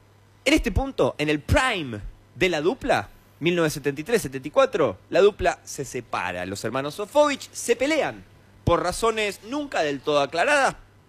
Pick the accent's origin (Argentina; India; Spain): Argentina; cinco hombres hechos y derechos y argentinos, carajo, hablan de actualidad como argentinos, carajo.